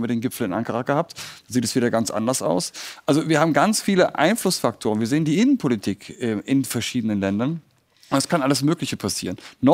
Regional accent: Germany; wir können nur als Deutsche unsere Hausaufgaben machen.

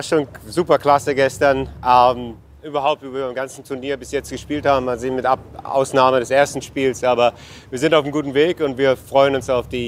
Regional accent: Berlin, Germany; Ich bin auch als Berliner

